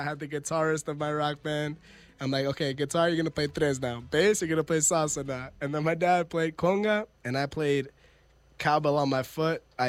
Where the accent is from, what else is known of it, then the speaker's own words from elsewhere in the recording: Long Island, New York, United States; moved away as an adult; now in New York City, United States; I didn't really have that experience growing up in Long Island.